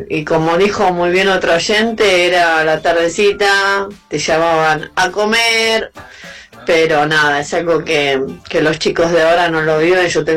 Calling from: Palomar, Buenos Aires Province, Argentina; soy de Palomar

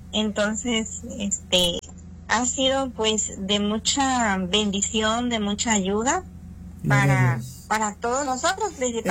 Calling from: San Gabriel Mixtepec, Oaxaca, Mexico; yo soy de San Gabriel, Mixtepec, Oaxaca.

